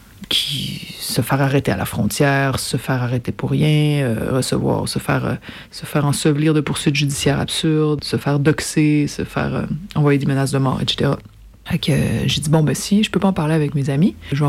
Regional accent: Canada; on est Canadien

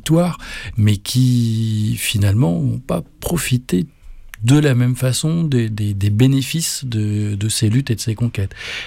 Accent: Paris, Île-de-France, France; je me suis posé la question de savoir quel tatouage je me ferais pour dire que je viens de Paris.

